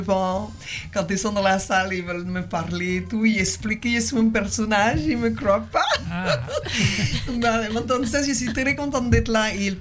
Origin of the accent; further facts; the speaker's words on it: Antilles, France; c'est un terme tellement local et de chez nous aux Antilles.